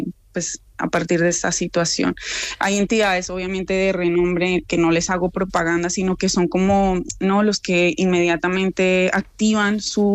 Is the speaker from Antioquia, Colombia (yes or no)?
no; Bogotá, Bogotá Capital District, Colombia; Yo, por ejemplo, pues soy de Bogotá